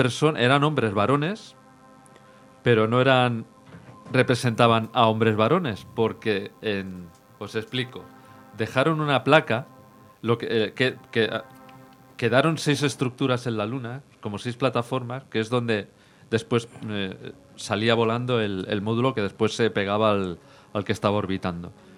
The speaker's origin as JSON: {"language": "Spanish", "region": "Catalonia", "country": "Spain", "said": "Soy catalán y si es gratis, más por buenos eso."}